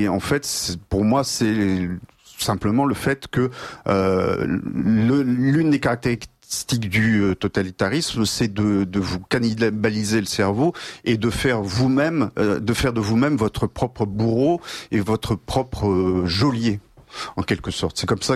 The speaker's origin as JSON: {"language": "French", "region": "Normandy", "country": "France", "said": "je suis normand moi-même."}